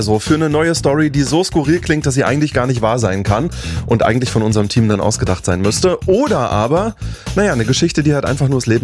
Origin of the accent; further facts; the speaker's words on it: Saxony-Anhalt, Germany; moved away; Ich komme aus Sachsen-Anhalt